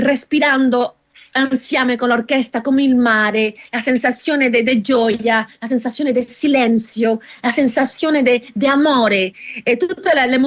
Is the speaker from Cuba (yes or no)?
yes; Havana, Cuba; Italian is a second language; moved away; Alamar è il quartiere della Havana dove sono nata e cresciuta a Cuba, per me rappresenta molto più di un luogo, è la memoria, la famiglia, il mare, il ritmo e la libertà.